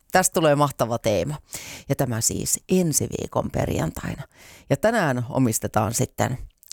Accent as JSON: {"language": "Finnish", "town": "Jyväskylä", "region": "Central Finland", "country": "Finland", "tie": "born or raised there", "said": "rakkaassa kotikaupungissani Jyväskylässä"}